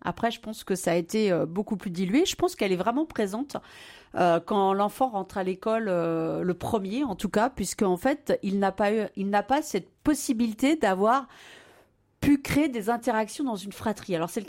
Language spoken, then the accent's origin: French; Pays de la Loire, France; now in L'Île-d'Olonne, France; je suis moi-même vendéenne, donc puisque je suis à l'Île-d'Olonne à côté des Sables-d'Olonne.